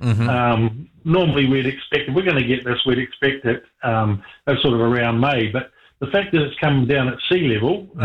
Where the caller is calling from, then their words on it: Dunedin, Otago, New Zealand; out where I live in St Kilda